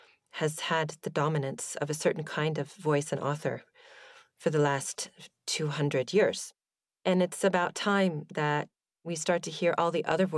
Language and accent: English; Anchorage, Alaska, United States; I grew up in Anchorage, Alaska.